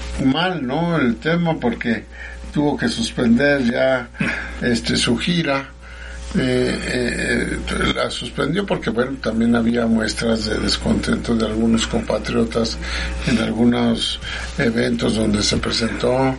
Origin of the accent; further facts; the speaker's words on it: Mexico; yo creo que hay que tener como mexicanos las cosas muy claras.